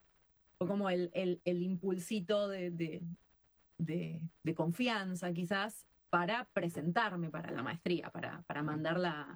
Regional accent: Argentina; moved away as an adult; toda la formación que yo tenía en Argentina era válida

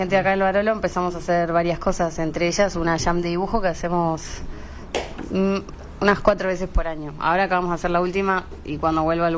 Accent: Argentina; moved away; also born or lived in Uruguay; Yo soy argentina, pero viví mucho tiempo en Uruguay, entonces siempre me pasaba que acá me decían la uruguaya y allá me decían la argentina.

